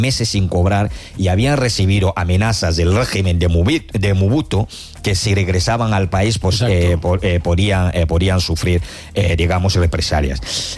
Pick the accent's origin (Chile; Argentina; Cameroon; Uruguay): Cameroon; Sí, hombre. Soy de Camerún.